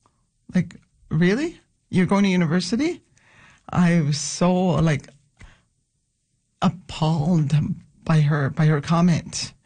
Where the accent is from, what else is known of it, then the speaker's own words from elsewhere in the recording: Shagit, Quebec, Canada; first language Innu; English is a second language; course, my background, I come from a small community in Shagit. Grew up in Shagit, and I speak Innu. My first language is Innu.